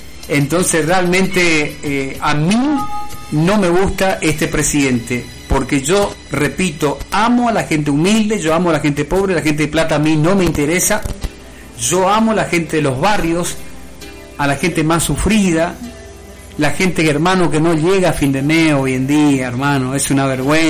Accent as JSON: {"language": "Spanish", "country": "Argentina", "said": "si vos te pones a analizar como argentino"}